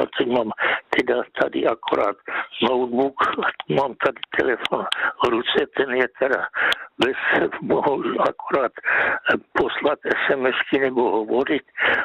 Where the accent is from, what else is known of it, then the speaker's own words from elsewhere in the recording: Ostrava, Moravian-Silesian Region, Czechia; já od mládí jsem byl jako v Ostravě a když jsem chodil do průmyslu, teda do Měšťanky, protože tam jsme se přestěhovali po válce